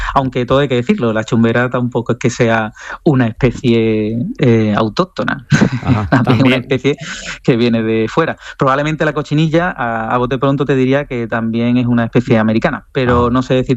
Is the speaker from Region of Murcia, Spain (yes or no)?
no; Sanlúcar de Barrameda, Andalusia, Spain; Sanlúcar, de donde soy yo